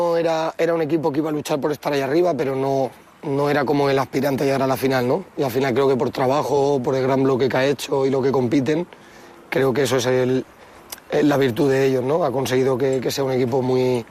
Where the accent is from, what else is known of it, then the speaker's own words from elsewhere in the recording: Alicante, Valencian Community, Spain; also born or lived in Burgos; yo soy nacido en Burgos, crié en Alicante